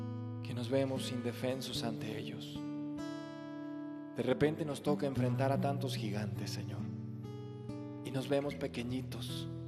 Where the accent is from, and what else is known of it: Mexico